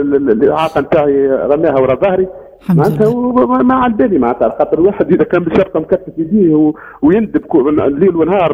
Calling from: Sfax, Sfax Governorate, Tunisia

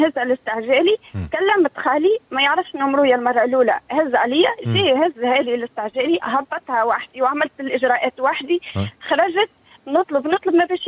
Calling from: Jemmal, Monastir Governorate, Tunisia

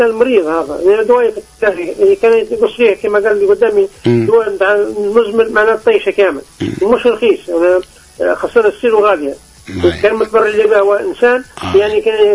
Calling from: Ben Gardane, Medenine, Tunisia; من بنقردان.

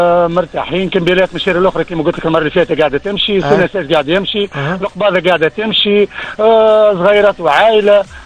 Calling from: Tunisia; لهنا في بوليفة

